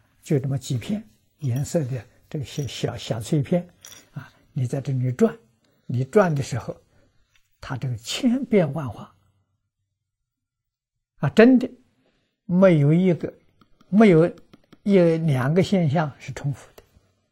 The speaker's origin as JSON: {"language": "Chinese", "country": "China"}